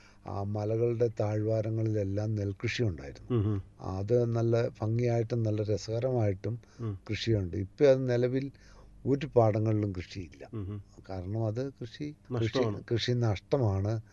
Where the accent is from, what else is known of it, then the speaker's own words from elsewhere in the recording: Rajakumari, Kerala, India; വിദ്യാഭ്യാസം രാജകുമാരി തന്നെയാണ്.